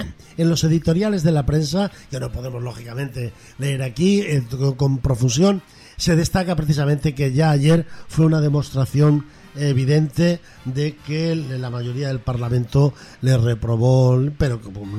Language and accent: Spanish; Villanueva de la Serena, Extremadura, Spain; Es que es mi pueblo natal, pero hay un titular que merece la pena.